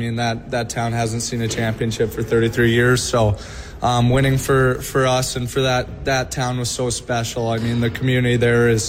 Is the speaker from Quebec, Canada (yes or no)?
no; Saskatoon, Saskatchewan, Canada; Yeah, I grew up in Saskatoon. I played minor hockey there and then, you know, played Saskatoon Blazers. That's where I played AAA.